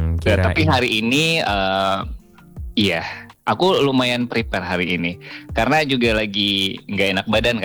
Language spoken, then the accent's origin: Indonesian; Batusangkar, West Sumatra, Indonesia; now in Padang, Indonesia; Kerja di Padang. Cuman kampung halaman di Batu Sangkar.